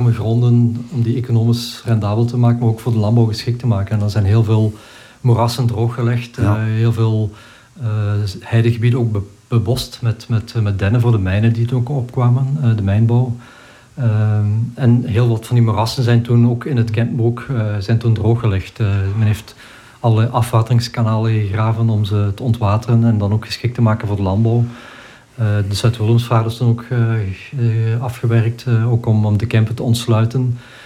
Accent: Kinrooi, Limburg, Belgium; Ik ben zelf afkomstig van Kinrooi. Ik ben geboren getogen in het moeras.

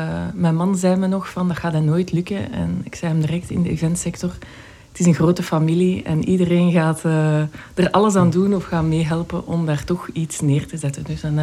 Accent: Zaventem, Flanders, Belgium; mijn ouders zijn afkomstig van het Leuvense, maar wel heel mijn leven in Zaventem.

